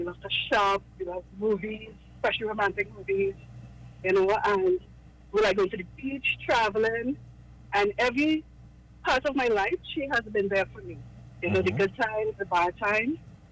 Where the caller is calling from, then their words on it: Arima, Trinidad & Tobago; I'm calling you from Rima area.